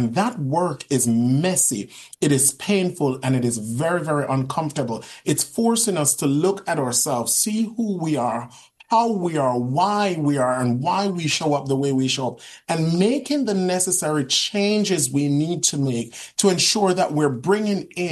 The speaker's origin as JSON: {"language": "English", "country": "Jamaica", "said": "And I'm from Jamaica. Jamaica is rough. I came from a single mother's home."}